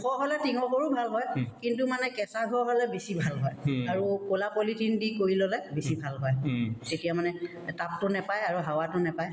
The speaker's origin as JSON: {"language": "Assamese", "town": "Simaluguri", "region": "Assam", "country": "India", "tie": "born or raised there", "said": "মোৰ গাঁও শিমলগুৰিত।"}